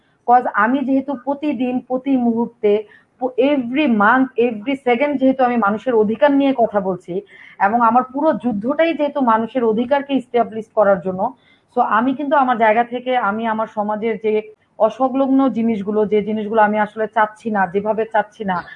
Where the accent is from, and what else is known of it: Bangladesh; born or raised there